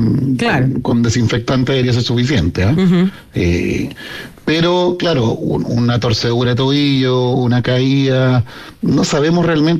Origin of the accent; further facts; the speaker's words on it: Punta Arenas, Magallanes and Chilean Antarctica, Chile; Yo soy de Punta Arenas.